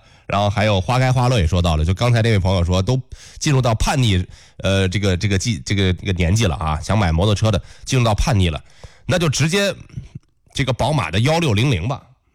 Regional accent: Zhengzhou, Henan, China; 这是属于咱们郑州人的一个独家的记忆啊。咱们周边的喝的都是咱郑州这个太古可口可乐生产的这个可乐，从小喝到大的

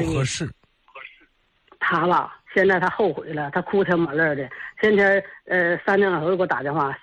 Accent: Suizhong, Liaoning, China; moved away; 我老家是绥中

